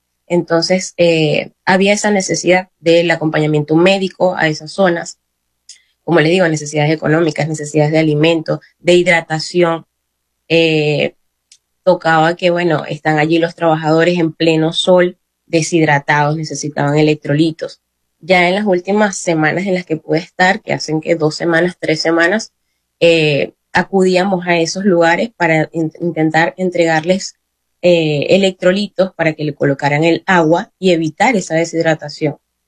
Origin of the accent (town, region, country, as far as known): Barquisimeto, Lara, Venezuela